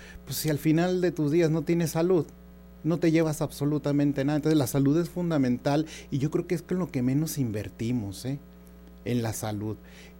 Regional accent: Nogales, Sonora, Mexico; soy nativo de aquí en Nogales

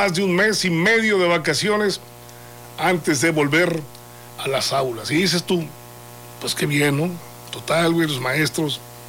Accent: Mexico

